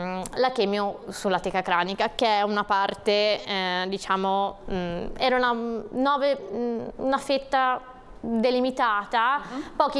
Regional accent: Pietra Ligure, Liguria, Italy; perché io sono di Pietraligure

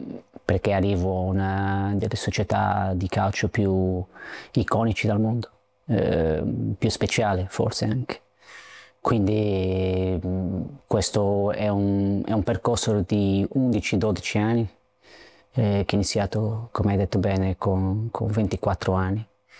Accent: Portugal; Italian is a second language; now in Genoa, Italy; come portoghese

